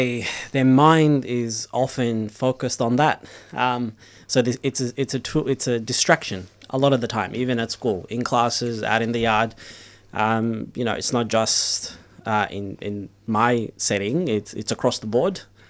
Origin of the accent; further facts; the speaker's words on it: Melbourne, Victoria, Australia; So I grew up in the Flemington area, that's where I was, where I grew up